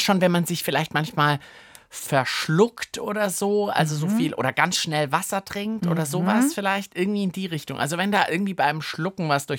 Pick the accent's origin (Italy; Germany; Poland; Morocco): Germany; Baden-Württemberg; als Kind bin ich in Baden-Württemberg im Schwabenland aufgewachsen.